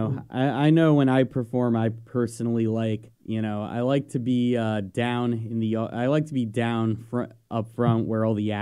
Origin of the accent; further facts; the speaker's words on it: Massapequa, New York, United States; You're playing in my hometown. I'm from Massapequa.